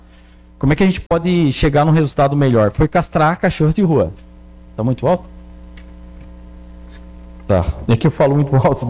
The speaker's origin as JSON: {"language": "Portuguese", "town": "Maracajá", "region": "Santa Catarina", "country": "Brazil", "tie": "born there", "also_born_or_lived": "Goiás / Curitiba", "moved": "yes", "said": "eu nasci aqui no Maracajá, eu morei fora 3 anos em Goiás, 5 anos em Curitiba, e quando eu voltei para cá em 2014"}